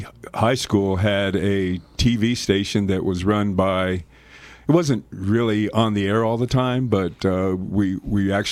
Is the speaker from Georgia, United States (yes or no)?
no; Deming, New Mexico, United States; Actually, I'm born and raised in Deming, New Mexico.